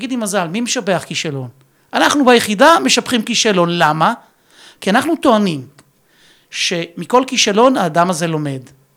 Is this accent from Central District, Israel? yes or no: yes; Rishon LeZion, Central District, Israel; born there; תראי, אני נולדתי ברמת אליהו, שזו שכונה של ראשון, שכונה שהיא בעצם דומה מאוד לעיר אופקים, גם במבנה של האוכלוסייה שלה.